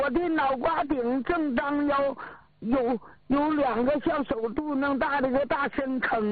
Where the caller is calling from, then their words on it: Changchun, Jilin, China; 我今年83，我家是长春的。